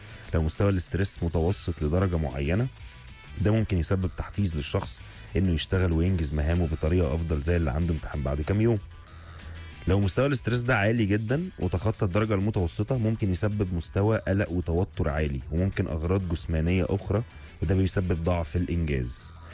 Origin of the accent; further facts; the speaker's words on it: Egypt; احنا كمصريين بنحب الضغط عشان نعمل كل حاجه بضمير وبذمه